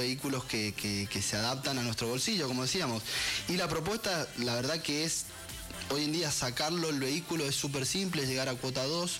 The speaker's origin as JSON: {"language": "Spanish", "country": "Puerto Rico", "said": "Soy de las... soy sangre latina, puertorriqueña."}